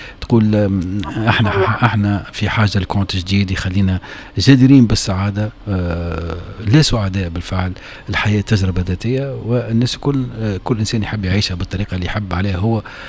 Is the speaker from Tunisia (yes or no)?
yes; Tunisia